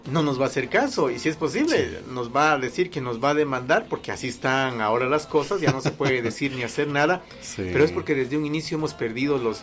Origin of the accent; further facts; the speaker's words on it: Guatemala; como soy ciudadano guatemalteco, tengo derecho de votar